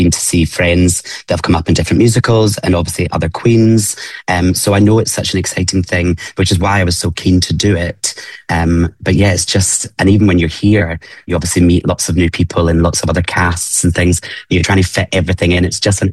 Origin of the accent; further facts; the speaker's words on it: Glasgow, Scotland, United Kingdom; born there; moved away; I'm originally from Scotland, Glasgow originally.